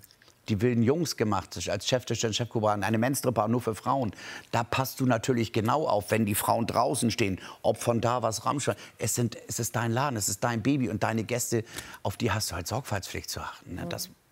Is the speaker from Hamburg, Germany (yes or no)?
yes; Hamburg, Germany; Oh, ich glaube, ich war 15. Als Hamburger Jung und dann Freunde auf der Eisbahn.